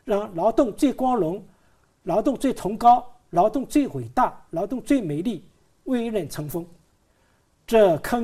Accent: Yuyao, Zhejiang, China; born there; 我是余姚出生的

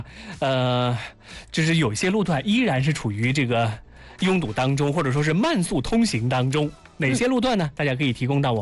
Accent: Hefei, Anhui, China; 咱们合肥人特别能吃，特别爱吃，特别会吃。

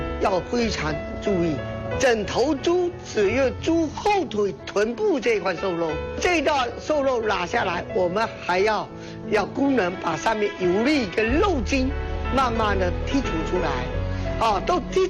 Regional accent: Fuzhou, Fujian, China; 我们福州人就是包肉宴，一家人也围坐在一起。

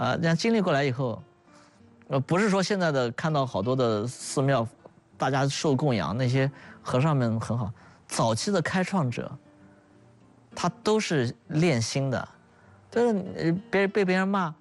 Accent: Hefei, Anhui, China; 你看我从小出生在安大的现在的老区，就老的住宅现在已经变成了那个大富红学府了，以前的老房子没有了

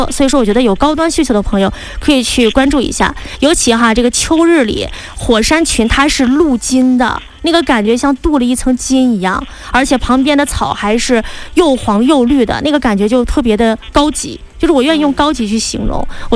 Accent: Xilinhot, Inner Mongolia, China; 欢迎大家来到我的家乡哈，就是锡林郭勒的蒙府锡林浩特市。

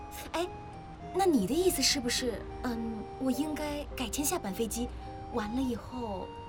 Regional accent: Singapore; 哎，我是新加坡人呢，可是呢，我每年在世界各地就这么飞来飞去的

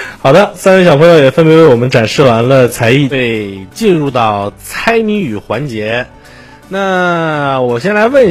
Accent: Hebei, China; 我是河北人，所以呢，我在新疆待了几年，我家里的亲戚朋友就会问我说，现在还能见到新疆那种特别大的西瓜吗？

